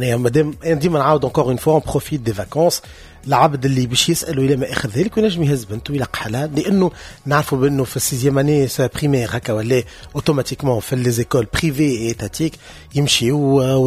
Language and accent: Arabic; Tunisia; احنا شعب تونسي